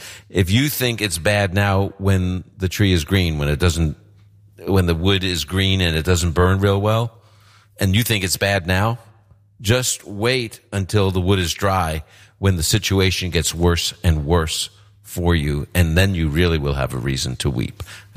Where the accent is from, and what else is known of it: New York City, New York, United States